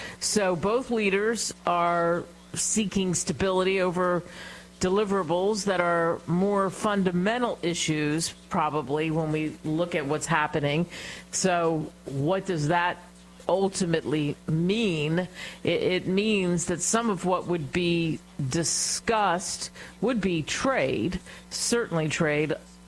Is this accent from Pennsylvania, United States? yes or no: yes; Pennsylvania, United States; And let's face it, a nor'easter, I grew up outside of Philly, is pretty unusual in September.